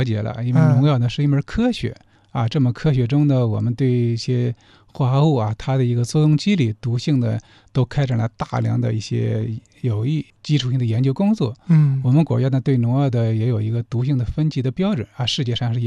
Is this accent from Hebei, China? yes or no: yes; Hebei, China; moved away; 因为我呢是出生在河北的一个农村啊，在我们一个农村，小时候呢家里很多的一些农事活动